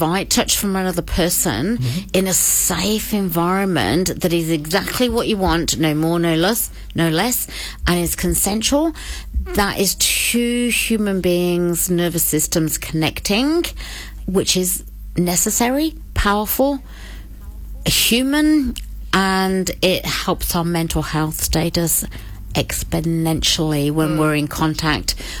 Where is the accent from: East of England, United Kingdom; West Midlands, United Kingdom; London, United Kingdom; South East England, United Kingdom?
West Midlands, United Kingdom; Birmingham; accent: Birmingham; Where I come from, Birmingham.